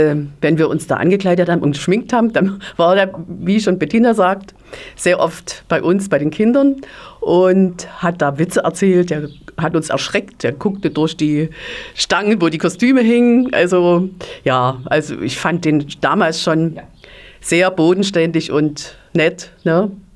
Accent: Ehrenberg, Germany; Ich komme aus Ehrenberg, also das ist ein Ort, der ein paar Kilometer entfernt ist, auch vom Drehort. Damals, also vor 60 Jahren, war ich 11 Jahre.

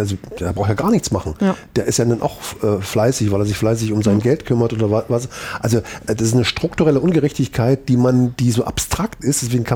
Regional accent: East Germany, Germany; born there; Das ist so viel Zufall, wo ich geboren bin. Also bin ich im Osten geboren

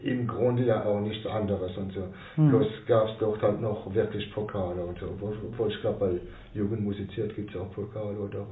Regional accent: Strasbourg, Grand Est, France; German is a second language; moved away as an adult; now in Germany; Also ich bin aufgewachsen auf der Mainau, der Platz, wo jetzt der berühmte Racing Straßburg Fußball spielt und sein Stadion hatte und so. Ich bin ja 60 geboren und so, meine Eltern sind da in die Siedlung gezogen.

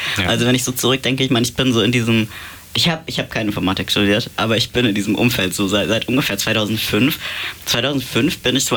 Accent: Hamburg, Germany; Also ich komme aus Harburg, sagt mal ganz heiß.

